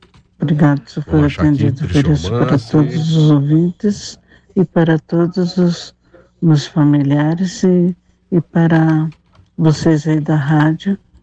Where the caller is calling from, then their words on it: Bom Jesus, Brazil; do Bom Jesus.